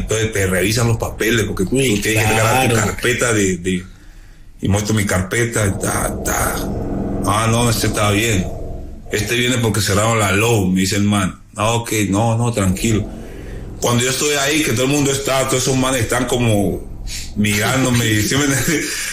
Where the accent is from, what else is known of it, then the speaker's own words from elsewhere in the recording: Colombia; moved away; Porque estoy solo, sí, soy yo colombiano ahí, estoy mirando y buscando mi cuarto